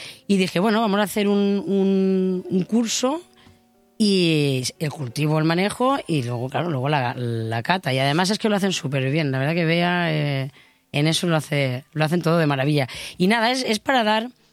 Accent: Polop, Valencian Community, Spain; Yo, cuando era pequeña, en Polop había mucha viña.

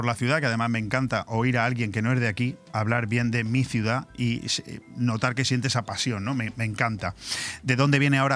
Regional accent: Spain; yo soy español, me defiendo bien en España

